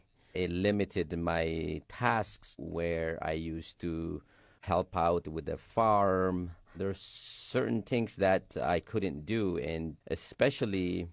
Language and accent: English; Ethiopia; first language Sidamo; English is a second language; And then I say to, like, in Sidaminya, which is my mother tongue language